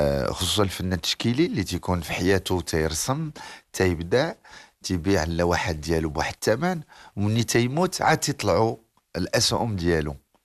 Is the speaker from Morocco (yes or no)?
yes; Morocco